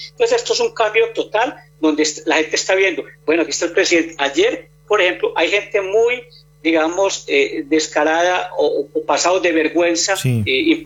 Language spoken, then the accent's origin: Spanish; Colombia; como periodista de este país, como ciudadano colombiano